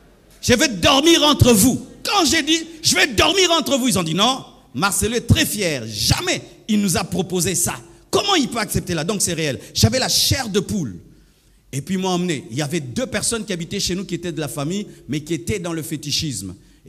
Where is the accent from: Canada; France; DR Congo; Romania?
DR Congo; Kivu; Le swahili, c'est l'une de nos langues au Kivu, parce que j'ai grandi au Kivu.